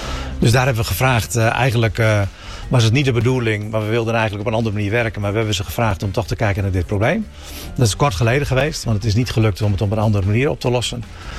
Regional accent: Friesland, Netherlands; van ons als inwoners, van ons als Friezen

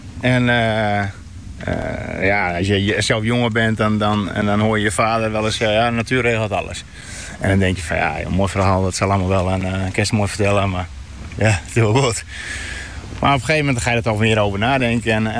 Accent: Sneek, Friesland, Netherlands; also born or lived in IJsbrechtum; Kijk, ik kom uit Sneek. En ik ben geboren in Iesbrechtum en op mijn 7e naar Sneek verhuisd. Maar Iesbrechtum, dat is eigenlijk Sneek.

